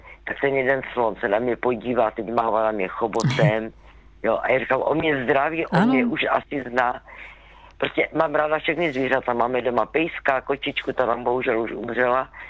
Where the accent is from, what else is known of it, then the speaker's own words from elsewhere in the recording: Zlín Region, Czechia; Jako moje nejkrásnější a nejlepší dovolená je, když se vracím do svého rodného kraje, to je Valachy.